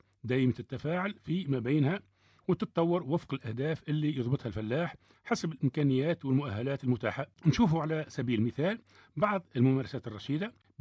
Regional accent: Tunisia; عندنا في تونس

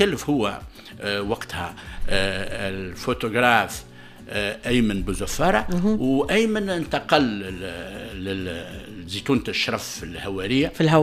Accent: Tunisia; عندنا في تونس

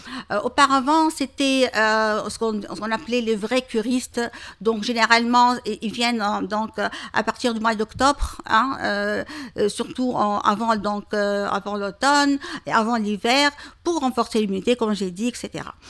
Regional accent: Tunisia; Et là, c'est un plus chez nous en Tunisie. On a ce sens d'empathie et surtout d'écoute et de convivialité.

